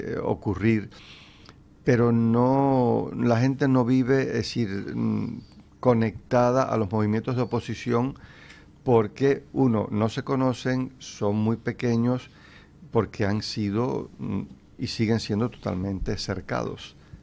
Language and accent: Spanish; Cuba; moved away as an adult; now in Madrid, Spain; yo crecí en Cuba. Y bueno, mis bisabuelos son gallegos. Pero yo crecí en Cuba.